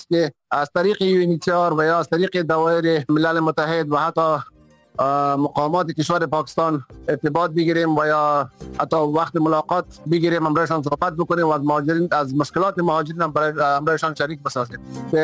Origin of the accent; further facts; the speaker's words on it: Afghanistan; اگر دوباره به افغانستان هم برگردن، درست است که وطنشان است، وطن ما است، وطن مادر است، ولی در ام وطن خودم ممکن به شکل یک مهاجر زندگی بکنن